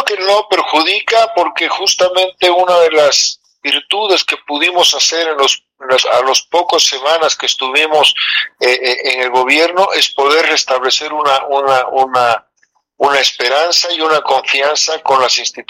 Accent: Bolivia; tenemos un potencial inimaginable como Bolivia, como país, como bolivianos

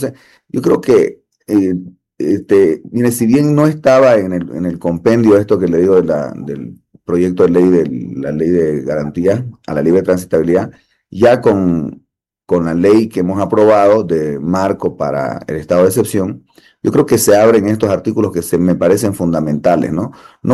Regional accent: Bolivia

